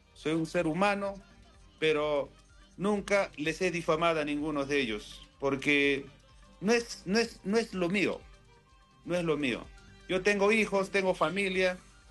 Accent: Ancash, Peru; born there; es el pueblo que me vio nacer, el distrito, porque yo soy maribambino.

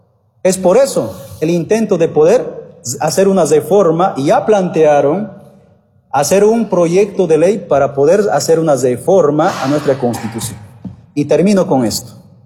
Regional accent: Bolivia; el dueños natos somos los bolivianos.

